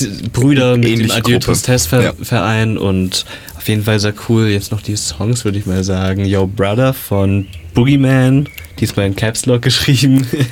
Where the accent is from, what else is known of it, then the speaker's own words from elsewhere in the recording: Kralsheim, Germany; Wir kommen hier aus Kralsheim.